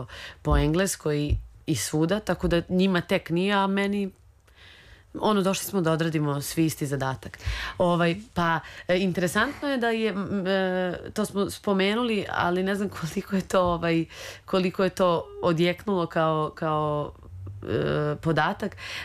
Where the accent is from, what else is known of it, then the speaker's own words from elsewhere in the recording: Serbia; ja sam iz Srbije, ja sam odavde, ja sam naša